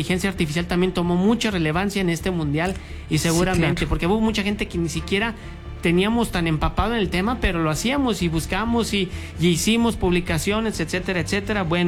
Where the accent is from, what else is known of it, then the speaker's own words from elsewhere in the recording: Mexico; los mexicanos hicimos el festejo del remo